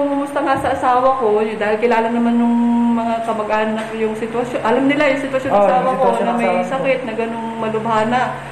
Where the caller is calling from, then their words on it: Calapan, Oriental Mindoro, Philippines; Kalapan City.